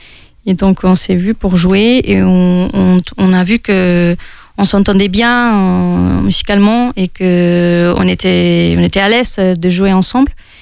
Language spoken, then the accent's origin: French; Mexico; French is a second language; moved away as an adult; now in France; Et moi, je venais du Mexique, je suis jamais allée dans un autre pays pour vivre, donc c'était la première fois que je quittais mon pays pour m'installer dans un autre pays.